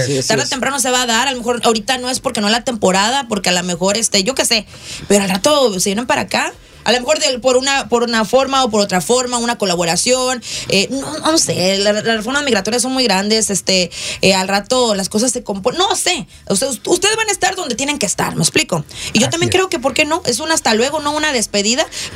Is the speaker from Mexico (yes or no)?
yes; Mexico; así somos los mexicanos, si ganamos vamos a celebrar